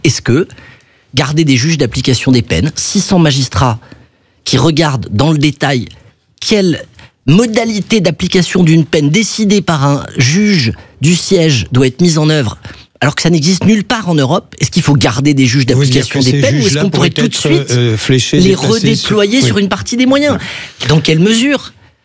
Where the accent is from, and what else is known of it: France